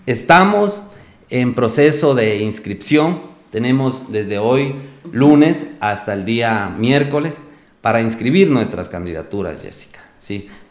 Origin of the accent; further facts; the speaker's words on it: Huambi, Morona Santiago, Ecuador; Huambi, mi tierra